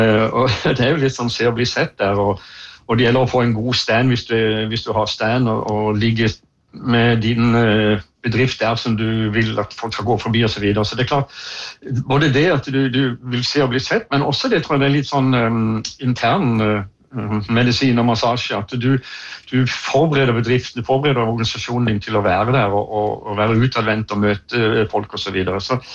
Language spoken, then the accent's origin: Norwegian; Kristiansand, Agder, Norway; Jeg kommer jo fra Kristiansand